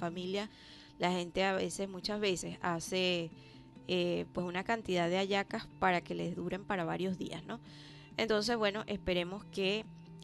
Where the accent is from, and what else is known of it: Venezuela